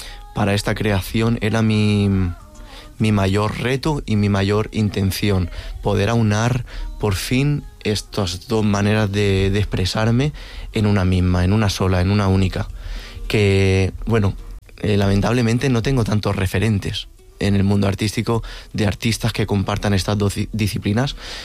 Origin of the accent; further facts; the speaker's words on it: Barcelona, Catalonia, Spain; soy de Barcelona y tengo unas raíces andaluzas muy fuertes